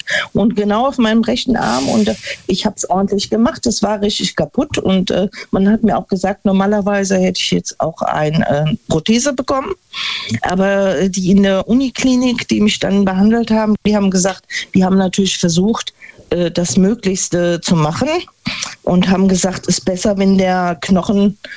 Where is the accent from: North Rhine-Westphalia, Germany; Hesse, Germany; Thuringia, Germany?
North Rhine-Westphalia, Germany; Neunkirchen-Seelscheid; Ja, ich bin aus Neunkirchen-Silscheid